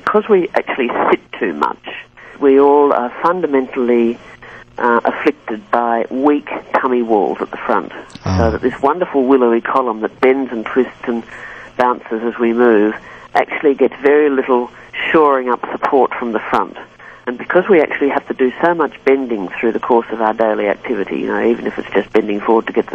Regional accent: Sydney, New South Wales, Australia; Growing up in Sydney

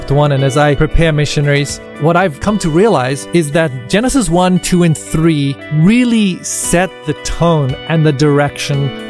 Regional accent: South Africa; I grew up in South Africa and had the opportunity to go to school with missionary kids whose parents were serving in various places in Africa.

